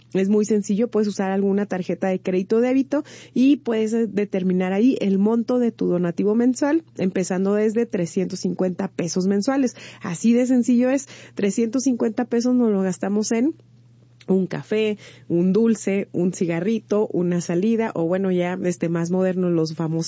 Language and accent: Spanish; Mexico; debe de llenarnos de orgullo que como mexicanas y mexicanos hemos construido juntos